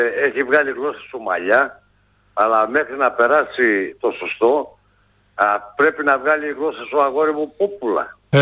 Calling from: Greece; Εμείς τι κάνουμε σαν Έλληνες

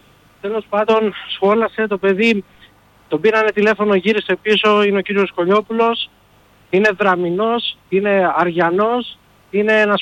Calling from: Lower Saxony, Germany

